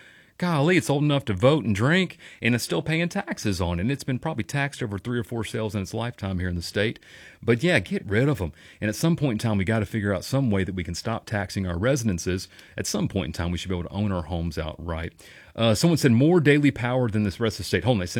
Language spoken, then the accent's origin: English; Shreveport, Louisiana, United States; I'm originally from Shreveport. So when you mentioned Shreveport, I kind of smiled a little bit. Glad to be in Arkansas.